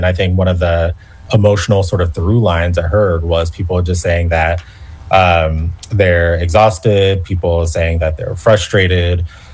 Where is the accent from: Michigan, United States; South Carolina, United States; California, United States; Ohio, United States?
South Carolina, United States; moved away; where I grew up in Richland County, which has a lot of Black voters